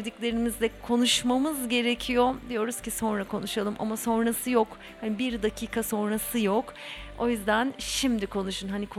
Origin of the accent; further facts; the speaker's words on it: Aliağa, İzmir, Turkey; Ali Ağa'da büyüdüm ben.